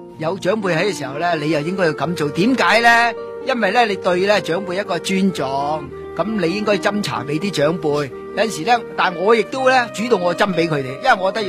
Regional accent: China; 我哋中國人有一種嘅所謂傳統嘅教育嗰種嘅道德嘅水平噶嘛

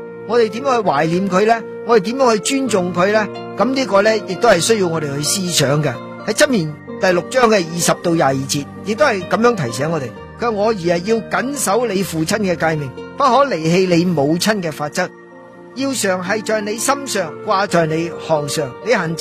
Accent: China; now in North America; 我哋中国人都系讲仁义道德、礼义廉耻呢啲各方面咧，呢啲嘅所谓德育嘅教育。我哋喺西方咧

